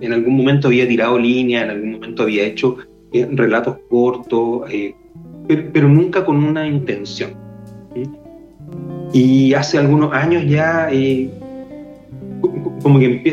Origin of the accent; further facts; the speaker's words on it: Santiago, Santiago Metropolitan Region, Chile; cuando era cabro, estudiante en Santiago